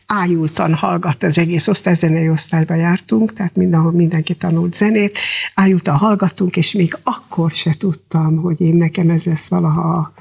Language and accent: Hungarian; Eger, Heves, Hungary; Egri, igen